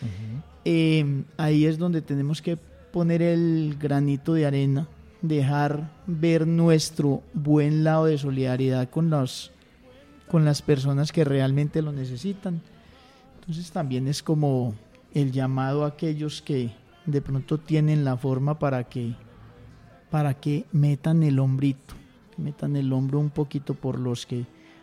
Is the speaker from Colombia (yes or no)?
yes; Pácora, Caldas, Colombia; now in Pereira, Colombia; Ya soy más pereirano que pacoreño, pero... pero con mi pueblo, con mi región en el alma, obviamente.